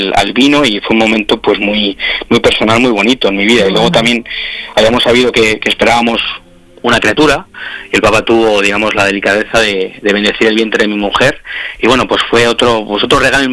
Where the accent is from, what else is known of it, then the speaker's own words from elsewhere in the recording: Spain; accent: Spanish; yo soy español, o sea, yo tengo un acento español